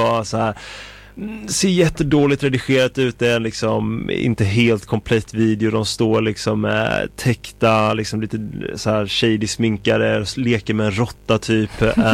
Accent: Sweden; cloud rap är väl någonting som jag har märkt att man kan vara ganska stolt över som svensk

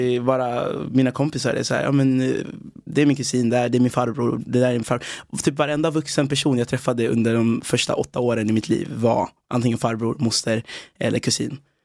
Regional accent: Tällberg, Dalarna County, Sweden; born there; moved away as an adult; also born or lived in Congo / Uganda; now in Stockholm, Sweden

